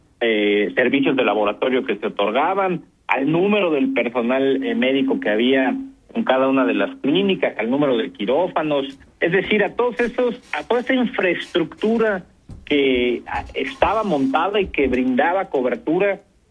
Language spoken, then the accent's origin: Spanish; Mexico